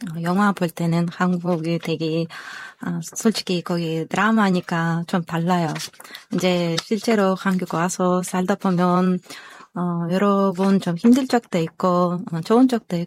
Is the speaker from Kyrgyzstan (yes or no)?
yes; Kyrgyzstan; Korean is a second language; moved away as an adult; now in Mokpo, South Korea; 저는 조선남도 목포시에서 왔습니다.